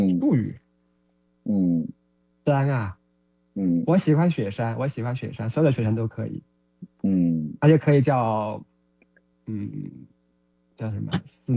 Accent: Yongzhou, Hunan, China; moved away as an adult; also born or lived in Qingdao / Shanghai / Yunnan / Dalian; now in Yangshuo, China; 我出生在湖南永州的一个大山里面，然后我是在青岛和上海求学，然后在湖南啊，然后在云南和在大连都有工作过

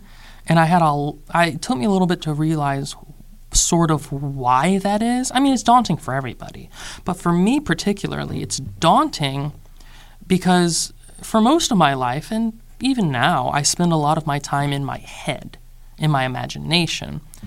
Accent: South Carolina, United States; now in New York, United States; South Carolina, and funny enough, I moved back to New York because I have more friends there than in my hometown

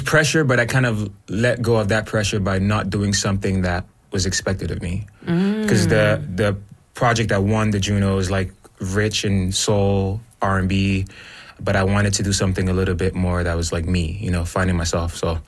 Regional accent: Nigeria; now in Canada; the fact that she was just into me because I'm Nigerian. I was Nigerian.

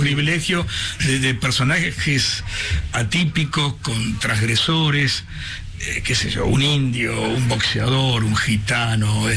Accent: Juan Lacaze, Buenos Aires, Argentina; born there; now in Tigre, Argentina; Yo donde nací, en Juan Lacase

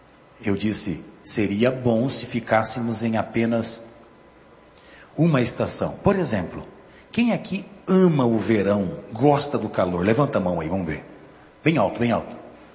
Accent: São Joaquim, Santa Catarina, Brazil; born there; now in São Paulo, Brazil

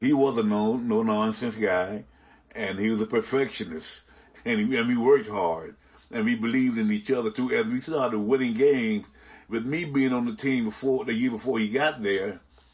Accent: Miami, Florida, United States; I'm from Miami. So I would go home, come home during the holidays

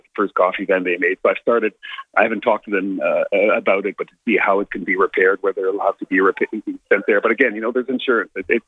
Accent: Canada; I'm from Canada

